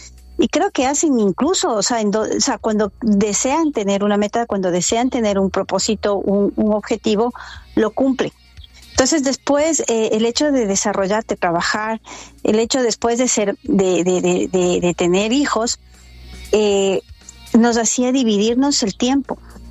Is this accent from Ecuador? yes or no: yes; Ecuador; now in United States; yo nací acá, pero me crié en el Ecuador.